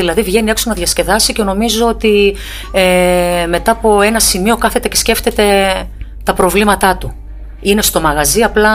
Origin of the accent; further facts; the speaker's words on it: Katerini, Central Macedonia, Greece; Εδώ, από Κατερίνη.